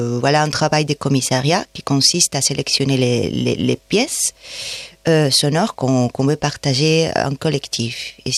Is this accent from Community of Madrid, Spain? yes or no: no; Valencia, Valencian Community, Spain; French is a second language; now in France; Donc, en Espagne, je viens de Valencia, et en Espagne, j'ai organisé ça avec une amie